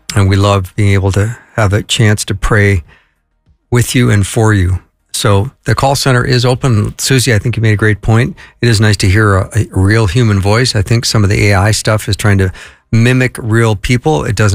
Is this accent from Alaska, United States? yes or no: no; Edina, Minnesota, United States; Skip is also from Edina, which is my hometown.